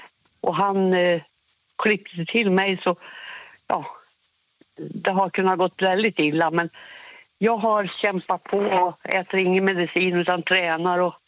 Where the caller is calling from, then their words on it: Filipstad, Värmland, Sweden; Hemma i Värmland.